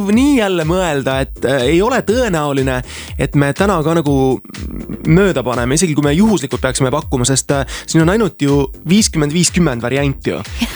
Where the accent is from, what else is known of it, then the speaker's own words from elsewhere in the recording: Tartu, Tartu County, Estonia; Ma olen nagu põline tartukas.